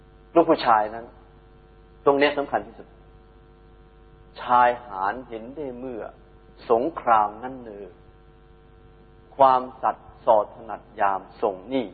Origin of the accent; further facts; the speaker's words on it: Bangkok, Thailand; born there; พี่สาวเกิดที่อยุธยาแต่ว่าอาตมากับพี่ชายแล้วก็น้องสาวเกิดที่กรุงเทพสองกรุงนะฮะเป็นเลือดกรุงศรีอยุธยาแต่มาเกิดที่กรุงเทพแล้วก็เกิดในพื้นที่วัด